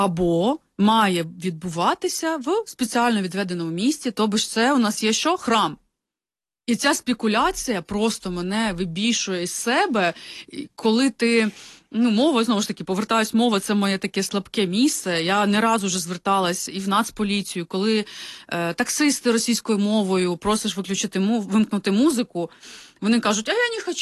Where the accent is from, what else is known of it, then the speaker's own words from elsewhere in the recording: Brovary, Kyiv Oblast, Ukraine; І саме цікаве, що навіть я сама з Броварів, і у нас це було відведено, ну, я своє дитинство пам'ятаю таким, що коли хтось говорив російською мовою, на нього дивились: що ти, звідки ти приїхав?